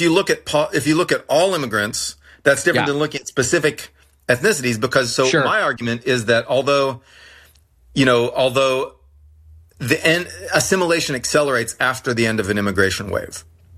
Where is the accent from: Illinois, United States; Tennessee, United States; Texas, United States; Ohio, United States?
Texas, United States; I'm from Texas.